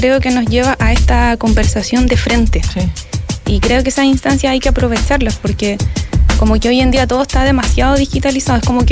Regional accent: Antofagasta, Chile; born there

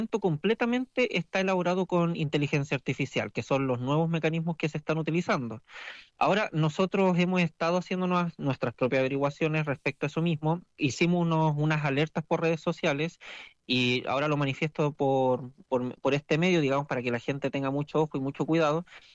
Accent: Panguipulli, Los Ríos, Chile; somos todos de Panguipulli

